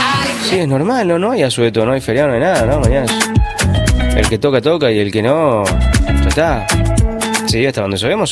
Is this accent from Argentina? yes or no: yes; Argentina; Y somos argentinos, vamos contra la forma, chicos.